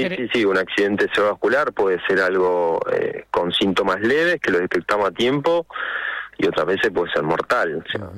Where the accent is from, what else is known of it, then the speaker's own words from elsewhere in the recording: Argentina; como somos nosotros los argentinos